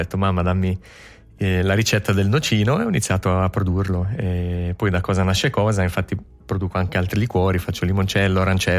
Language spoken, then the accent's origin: Italian; Caslano, Ticino, Switzerland; Io sono di Caslano